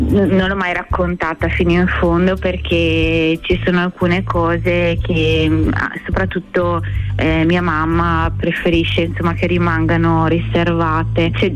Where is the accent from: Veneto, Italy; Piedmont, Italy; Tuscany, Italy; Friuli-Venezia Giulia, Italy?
Veneto, Italy; Schio; moved away as an adult; now in Vicenza, Italy; io sono originaria di Schio, ci tengo perché sono legatissima al paese dove sono nata, una cittadina in provincia di Vicenza. Ci tengo tanto non solo perché sono nata io e quindi c'è tutta la mia infanzia, la mia gioventù